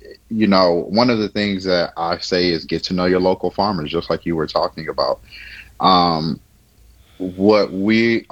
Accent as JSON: {"language": "English", "town": "Chicago", "region": "Illinois", "country": "United States", "moved": "yes", "lives_now": "Colorado, United States", "said": "he probably knows me from Chicago. I'm from the South Side. Jeffrey Manor, stand up."}